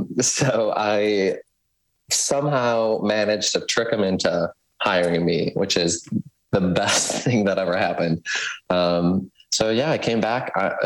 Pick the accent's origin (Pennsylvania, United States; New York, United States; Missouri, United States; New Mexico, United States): Missouri, United States; St. Louis; So I am from St. Louis originally. So grew up here. My whole family's here.